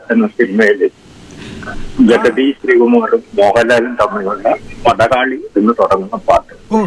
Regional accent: Kanhileri, Kerala, India; moved away as an adult; now in Ernakulam, India; സ്വന്തം ജില്ല കണ്ണൂർ. കണ്ണൂർ ജില്ലയിലാണ്.

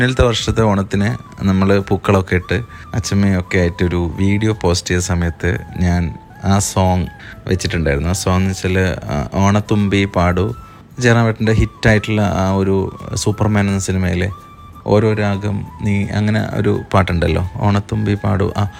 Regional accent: Panoor, Kerala, India; ഞാൻ കണ്ണൂര് തലശ്ശേരി പാനൂര് കല്ലിക്കണ്ടി, അതായത് കൊളവല്ലൂരാണ് എൻ്റെ വീടൊക്കെ.

